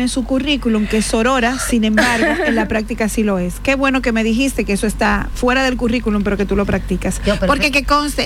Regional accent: Dominican Republic; Lo que decimos en buen dominicano

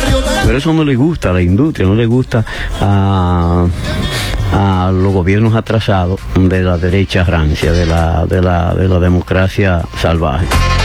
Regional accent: Dominican Republic; Pero eso no lo podemos pagar los dominicanos.

